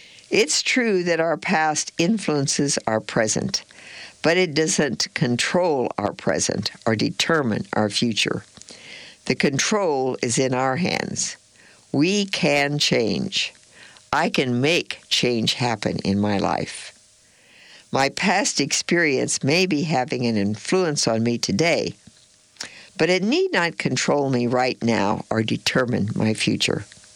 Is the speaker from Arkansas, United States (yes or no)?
no; Alton, Illinois, United States; born there; It's a lovely thing that I was born in Alton.